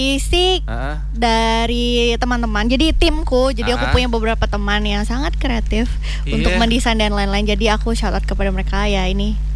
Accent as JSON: {"language": "Indonesian", "town": "Singkawang", "region": "West Kalimantan", "country": "Indonesia", "tie": "born or raised there", "moved": "yes", "lives_now": "Jakarta, Indonesia", "said": "Aku tuh lahir dan besar di Kalimantan Barat di Singkawang."}